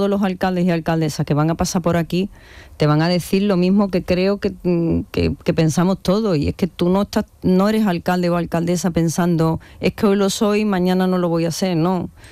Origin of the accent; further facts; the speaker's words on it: Jerez de la Frontera, Andalusia, Spain; yo soy de Jerez